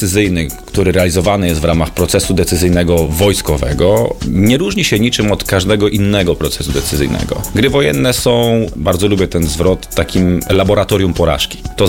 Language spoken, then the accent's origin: Polish; Stronie Śląskie, Lower Silesian Voivodeship, Poland; Ja pochodzę ze Stronia Śląskiego, więc jestem doświadczony jak i w 97, tak i w 24 roku